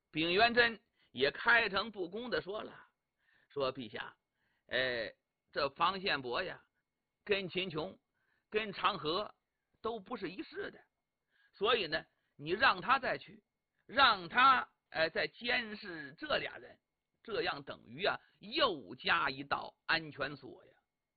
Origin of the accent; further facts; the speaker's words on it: Dingtao, Shandong, China; 济阴郡就是我的老家山东定陶那一带。